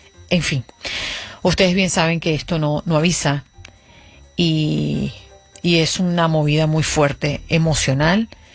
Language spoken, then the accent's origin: Spanish; Venezuela